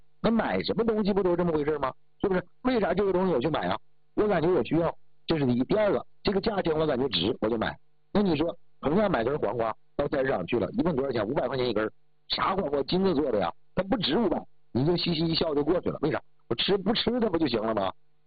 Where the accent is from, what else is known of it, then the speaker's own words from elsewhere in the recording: Northeast China, China; accent: Northeastern Mandarin; 年轻人咱们东北话来说，我老说东北话叫穷吃赞喝啊